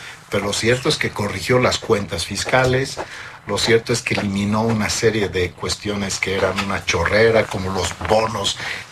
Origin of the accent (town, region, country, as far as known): Bolivia